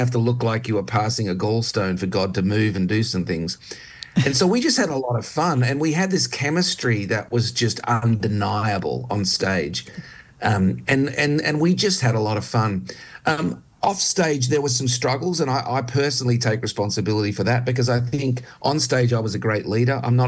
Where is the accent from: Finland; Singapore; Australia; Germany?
Australia; now in United States; That's what's great about being an Aussie too.